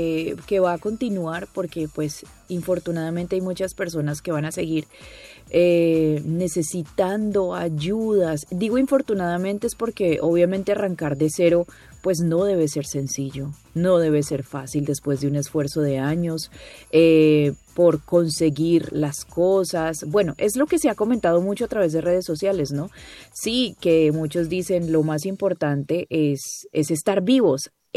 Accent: Cali, Valle del Cauca, Colombia; born there; qué orgullo y qué emoción haber nacido en esta ciudad, un sitio tan lleno de gente espectacular y con un corazón enorme.

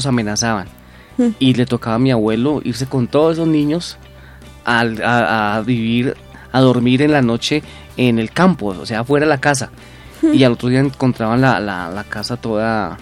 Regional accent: Colombia

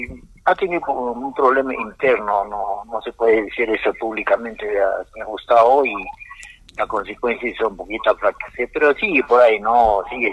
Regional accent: Arequipa, Peru; born there; Yo casi nací en Arequipa

